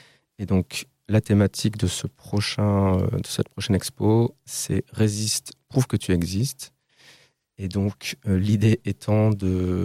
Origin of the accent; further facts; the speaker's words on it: Lille, Hauts-de-France, France; moved away as an adult; also born or lived in Berlin; Je suis originaire de Lille. Et avant d'arriver ici, je suis passé par Berlin pendant 5 ans.